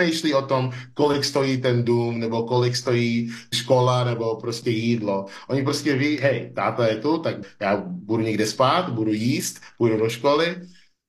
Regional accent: Nigeria; Czech is a second language; now in Czech Republic; jsem vždycky cítil, že nejenom, že jsem z Nigérie a člověk z Nigérie žije v České republice

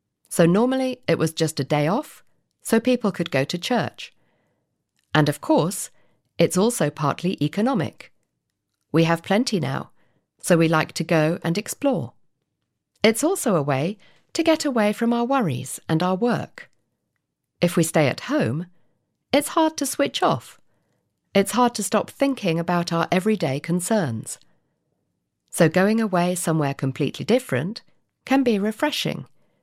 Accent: England, United Kingdom; now in Czechia; In fact, growing up in England, We went to the seaside quite a lot, although the sea was pretty cold compared to some parts of the Mediterranean.

